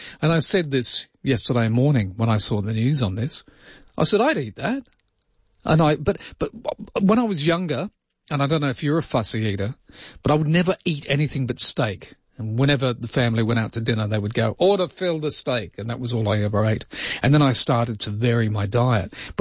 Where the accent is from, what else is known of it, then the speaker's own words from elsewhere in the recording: South Africa; When I was in growing super up in, league, when I grew up in South Africa